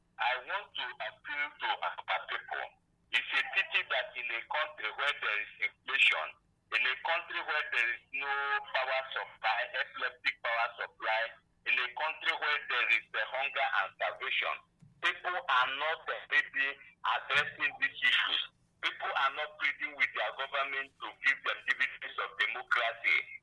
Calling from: Enugu State, Nigeria; I'm calling from Abanikenugu.

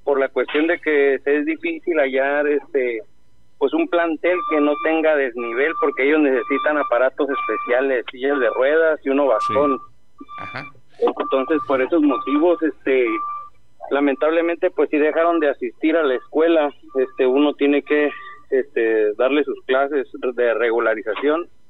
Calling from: Tijuana, Baja California, Mexico; De aquí mismo, de Tijuana.

